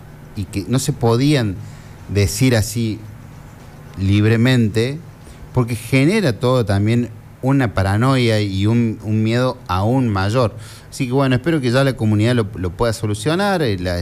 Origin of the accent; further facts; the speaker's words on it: Las Maravillas, Córdoba, Argentina; also born or lived in Sebastián Elcano; No, yo nací en Sebastián Elcano. Nací en Sebastián Elcano, pero yo soy de Las Maravillas.